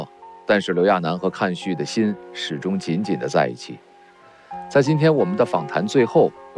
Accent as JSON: {"language": "Chinese", "region": "Northeast China", "country": "China", "said": "我作为一个东北人"}